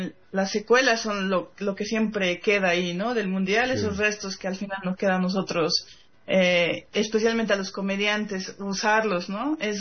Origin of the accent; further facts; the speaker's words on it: Bolivia; moved away as an adult; also born or lived in Buenos Aires, Argentina; yo venía de un lugar lejano, un lugar que ellos no conocen, un lugar que jamás irían y no les gustaría ir